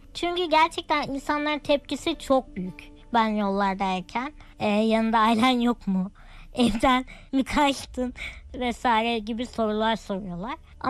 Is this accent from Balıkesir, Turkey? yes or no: no; Istanbul, Turkey; born there; 1996 yılında İstanbul'da doğdum.